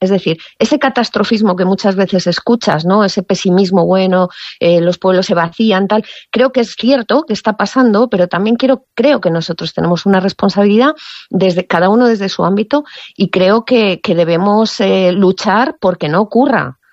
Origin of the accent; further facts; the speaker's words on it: Piedrahíta, Castile and León, Spain; also born or lived in Martínez; Como sabes, soy de un pueblo, aunque realmente he vivido toda mi vida desde un año en Piedrahíta, pero mis raíces, yo nací en Martínez, ¿no?, que es un pueblo muy pequeñito, mucho más pequeño que Piedrahíta, muy cercano a Piedrahíta, del que mis padres se trasladaron cuando éramos pequeños